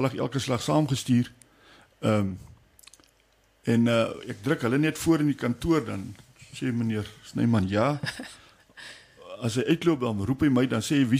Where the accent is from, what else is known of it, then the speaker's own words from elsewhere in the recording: Loxton, Northern Cape, South Africa; also born or lived in Pretoria West; My pa is hier, het hier groot geraak. Ek is gebore in Pretoria West en ek het hier groot geraak. Ja. Ek is bevoorreg om 'n paar kleinseuns al te hê. So hulle is al die vyfde geslag wat hier in Loxton bly.